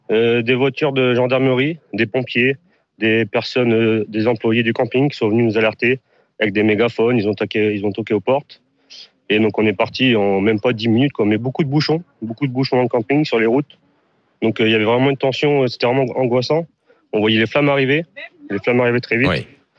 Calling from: Hauts-de-France, France; Je suis originaire de la Somme, donc on va rentrer chez nous.

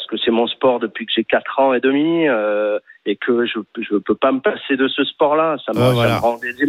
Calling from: Brive-la-Gaillarde, Nouvelle-Aquitaine, France; je suis à Brive et je suis golfeur

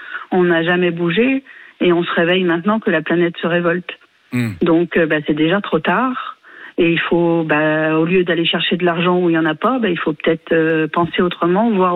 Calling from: Centre-Val de Loire, France; Moi, j'habite en Brenne et c'est la région des mille étangs.

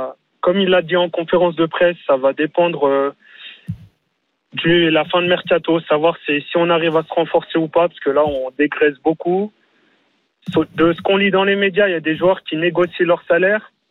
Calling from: Annecy, Auvergne-Rhône-Alpes, France; Haute-Savoie, Annecy.

